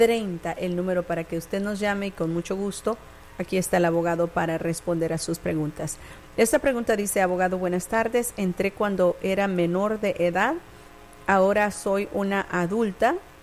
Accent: Honduras; Yo soy ciudadano y acabo de hacer una aplicación para mi hijo, que es mayor de edad y está casado. Somos de Honduras.

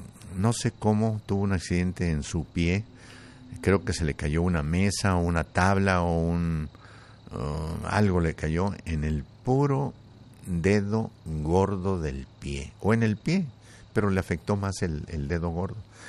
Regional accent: Zacatecas, Mexico; moved away; Ay, mi tierra.

